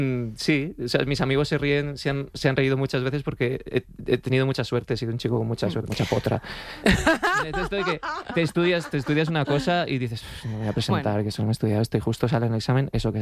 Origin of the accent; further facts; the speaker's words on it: Alcalá de Henares, Community of Madrid, Spain; born there; also born or lived in Seville; Yo soy de Alcalá de Henares, nacido, sí, en Alcalá de Henares, ¿no? Aunque he estado viviendo pues en Sevilla porque estuve trabajando allí un año antes de terminar el fin de carrera